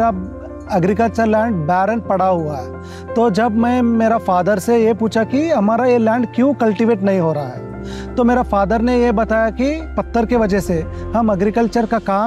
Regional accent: Sangareddy, Telangana, India; born there; also born or lived in Hyderabad / Pune; मेरा स्कूलिंग सब कुछ यहाँ मेरा गांव में ही हुआ था

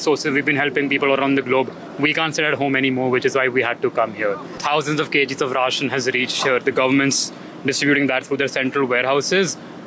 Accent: Delhi, India; We're from Delhi, and we landed just yesterday.

